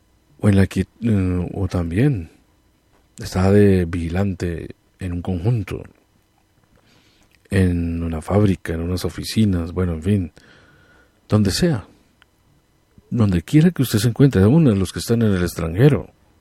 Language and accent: Spanish; Colombia; como colombiano que soy